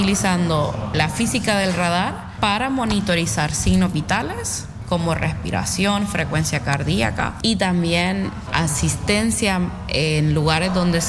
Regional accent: Honduras; now in Ostrava, Czechia; Soy hondureña, pero soy científica de corazón

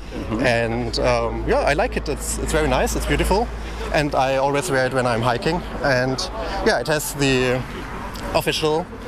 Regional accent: Bavaria, Germany; English is a second language; Southern Germany, Bavaria.

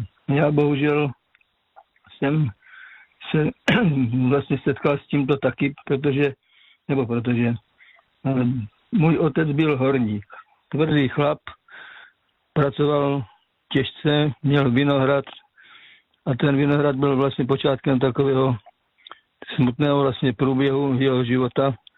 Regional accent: Moravian Slovakia, Czechia; now in Kopřivnice, Czechia

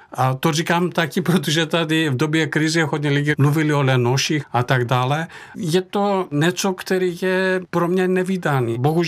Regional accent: Thessaly, Greece; now in Czech Republic

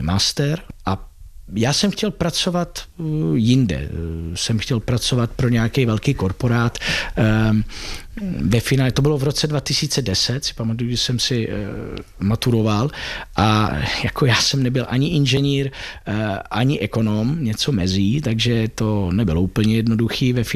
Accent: Tuscany, Italy; Czech is a second language; moved away as an adult; also born or lived in Pisa / Netherlands; now in Czech Republic; já jsem strávil moje dětství v Toskánsku, v Itálii

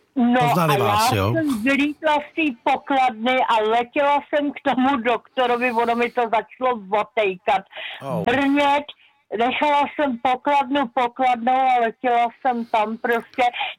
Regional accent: Prague, Czechia; moved away; já jsem původem z Prahy

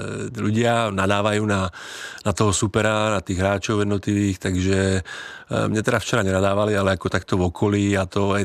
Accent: Slovakia; now in Czechia; To je pravda, jako faním samozřejmě i českému nároďáku, ale stále jsem Slovák, takže prvom radě slovenskému.

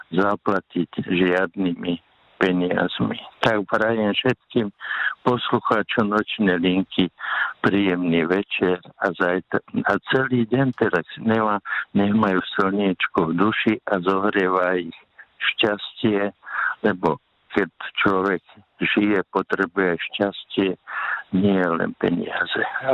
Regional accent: Stará Turá, Trenčín Region, Slovakia; pochádzam zo Starej Turej, to je hraničné mesto Moravsko-Slovensko.

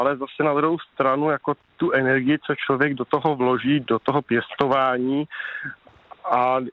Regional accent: Plzeň Region, Czechia; now in near Plzeň, Czech Republic; já taky vlastně pocházím kousek od Berounky, nebo vlastně jsem žil u Berounky.

